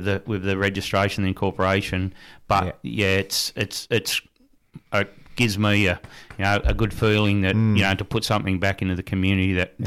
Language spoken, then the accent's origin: English; Dungog, New South Wales, Australia; I'm born and bred in Dungog